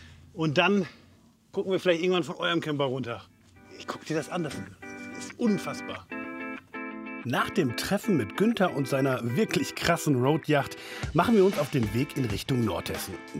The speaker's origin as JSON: {"language": "German", "country": "Netherlands", "second_language": "German", "said": "Dabei bin ich eigentlich Holländer, ne? Und jetzt bin ich dann doch italienische."}